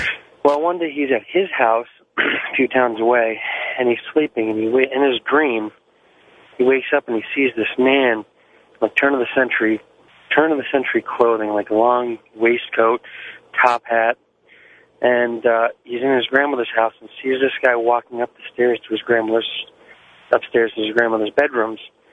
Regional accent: Connecticut, United States; from Connecticut.

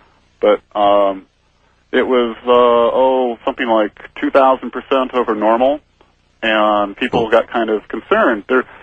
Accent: Hayward, California, United States; born or raised there

